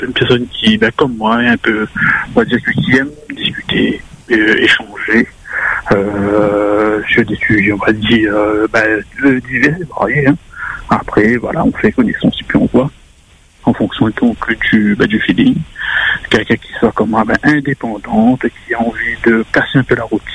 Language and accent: French; northern France, France; Voilà, après, je suis du Nord